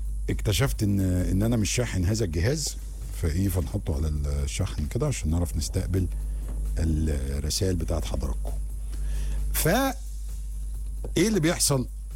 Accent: Egypt; انا كمصري

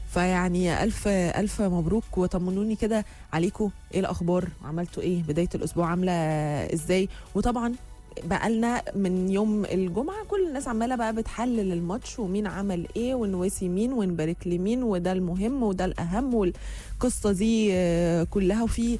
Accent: Egypt; احنا كمصريين

